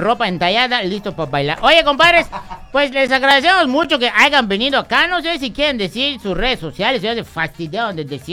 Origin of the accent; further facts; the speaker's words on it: Veracruz, Mexico; Soy de Veracruz